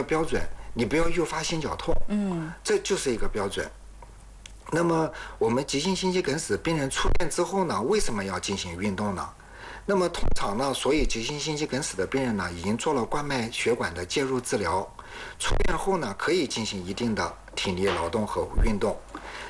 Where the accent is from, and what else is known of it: China